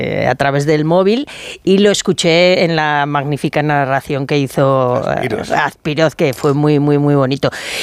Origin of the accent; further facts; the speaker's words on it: Peralta, Navarre, Spain; donde mejor se vio es en mi pueblo, en Peralta, porque era una de las franjas, como en Navarra